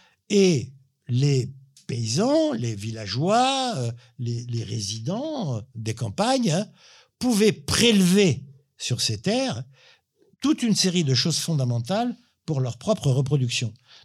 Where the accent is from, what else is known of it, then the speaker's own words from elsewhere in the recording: Rabat, Rabat-Salé-Kénitra, Morocco; Moi, je suis né au Maroc. À Rabat, bon, j'ai habité plusieurs quartiers